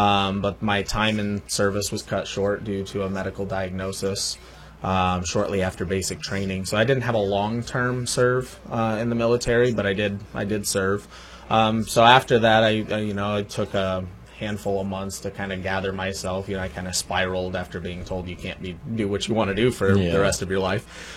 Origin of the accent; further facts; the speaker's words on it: Indiana, United States; moved away as an adult; now in Watertown, United States; born and raised in Indiana. True and true Hoosier.